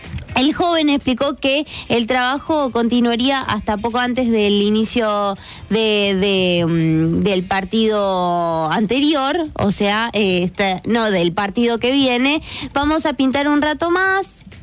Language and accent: Spanish; Argentina; las famosas tres estrellas que nos distinguen como hinchada argentina.